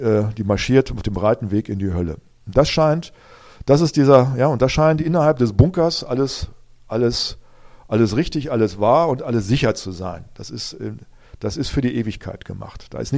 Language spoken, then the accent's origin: German; Germany; Gottes in Deutschland. Ich bin ich berufen. Und hier zu wirken, dass sich hier was verändert, in meinem Heimatland, in der Nation, in der ich lebe